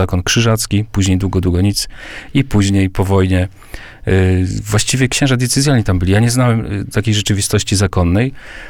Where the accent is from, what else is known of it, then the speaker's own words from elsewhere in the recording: Sterławki Wielkie, Warmian-Masurian Voivodeship, Poland; Otóż ja pochodzę z Mazur, z niewielkiej wioski, Sterławki Wielkie.